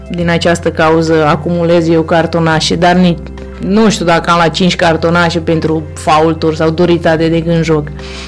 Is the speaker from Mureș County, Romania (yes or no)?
yes; Mureș County, Romania; din județul Mureș, da, sunt singura de foarte mulți ani, pentru că eu provin de aici.